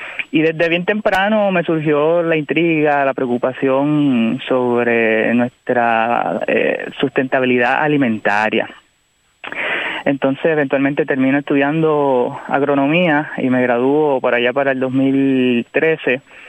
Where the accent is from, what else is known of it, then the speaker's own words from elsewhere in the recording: Toa Alta, Puerto Rico; yo soy un joven de Toalta, un joven todavía, de Toalta, criado, nacido en Toalta, en la escuela pública